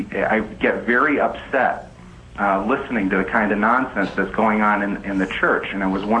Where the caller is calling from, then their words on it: Massachusetts, United States; I'm calling me from Massachusetts.